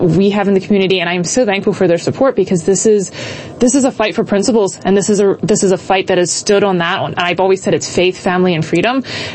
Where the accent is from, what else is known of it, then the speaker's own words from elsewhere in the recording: Street, Maryland, United States; I grew up in North Harford. I grew up in Street, so that's just north of, like, Forest Hill, Jarrettville area.